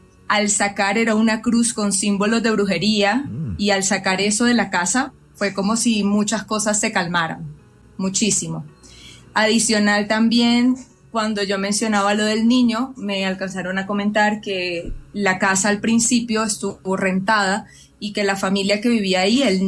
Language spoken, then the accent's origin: Spanish; Barranquilla, Atlántico, Colombia; now in Bogotá, Colombia; yo crecí en una casa, en un barrio en el sector norte de la ciudad de Barranquilla, tranquila, un barrio tranquilo